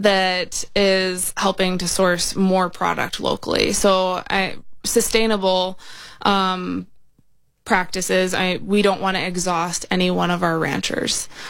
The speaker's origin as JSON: {"language": "English", "region": "Minnesota", "country": "United States", "tie": "born or raised there"}